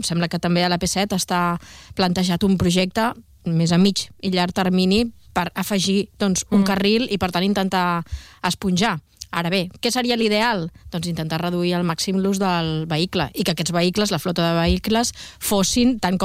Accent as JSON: {"language": "Catalan", "town": "Sant Celoni", "region": "Catalonia", "country": "Spain", "moved": "yes", "said": "jo que els caps de setmana doncs, acostumo anar al meu poble, no?, que és Sant Celoni"}